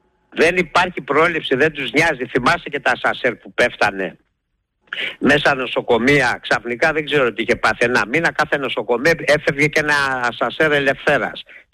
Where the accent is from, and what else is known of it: Greece